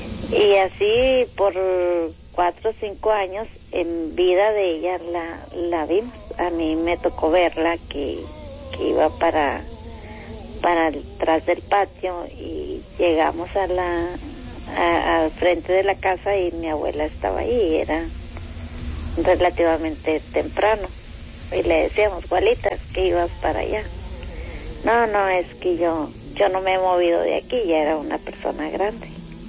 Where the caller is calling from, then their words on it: Monterrey, Nuevo León, Mexico; a nosotros nos pasó allá en Monterrey, yo soy de Monterrey